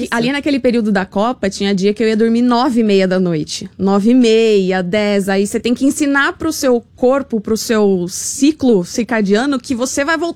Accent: São João da Boa Vista, São Paulo, Brazil; São João da Boa Vista.

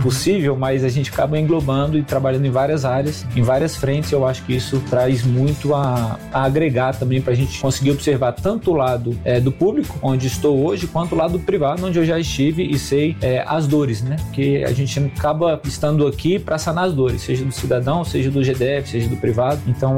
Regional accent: Brasília, Federal District, Brazil; Bom, eu sou nascido e criado aqui, fui criado na Asa Sul, na 306 Sul, então convivi muito aí no plano W3

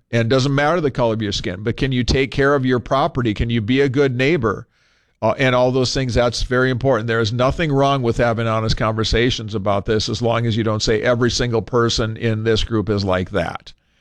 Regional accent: Minnesota, United States; moved away; Minnesota is my home state. I grew up there, lived a good share of my life in that Twin Cities metro area.

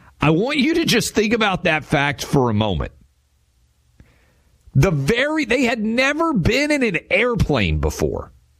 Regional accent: Tennessee, United States; Shiloh, in my home state of Tennessee, almost nothing has been built on that area still.

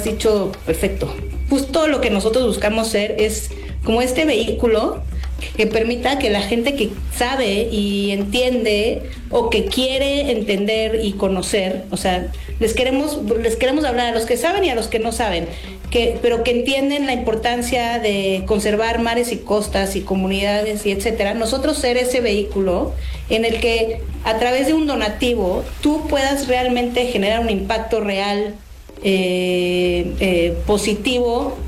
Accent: Mexico; como mexicanos y como conservacionistas y amantes de la naturaleza

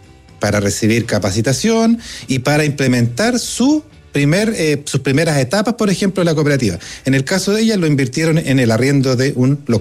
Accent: Valdivia, Los Ríos, Chile; Yo soy del sur, yo soy de Valdivia.

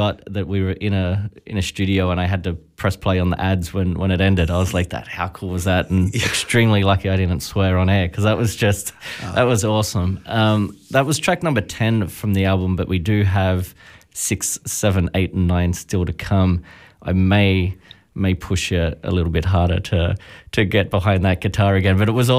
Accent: Blacktown, New South Wales, Australia; I grew up in Blacktown. I've lived in Blacktown my entire life

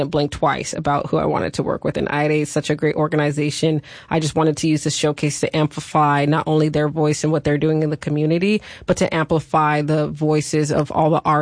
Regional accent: California, United States; I grew up in California.

